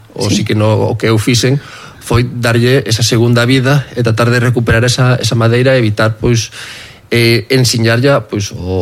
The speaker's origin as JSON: {"language": "Galician", "town": "Portal", "region": "Galicia", "country": "Spain", "tie": "born or raised there", "said": "Son daqui do Portal, levo toda a vida aquí"}